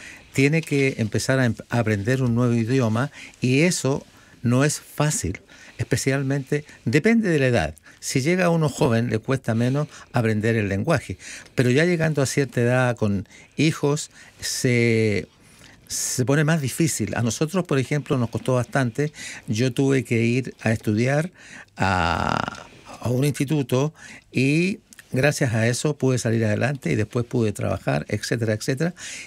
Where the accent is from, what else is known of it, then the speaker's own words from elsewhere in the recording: Santiago, Santiago Metropolitan Region, Chile; No, yo vengo de Santiago. Soy santiaguino neto.